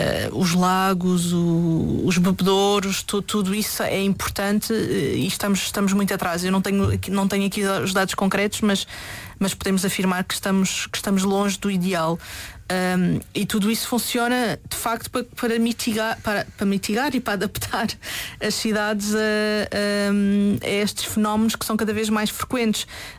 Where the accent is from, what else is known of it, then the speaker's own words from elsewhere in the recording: Lisbon, Portugal; aqui em Lisboa, eu sou de Lisboa, portanto é o caso que eu conheço melhor